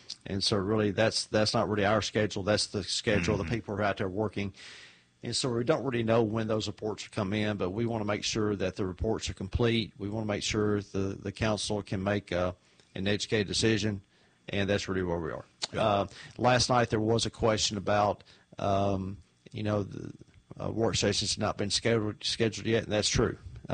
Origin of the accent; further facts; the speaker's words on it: Nashville, Tennessee, United States; you and I grew up around Nashville